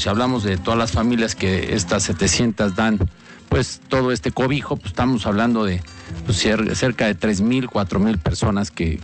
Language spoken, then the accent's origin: Spanish; Puebla, Mexico; creciendo como poblanos mexicanos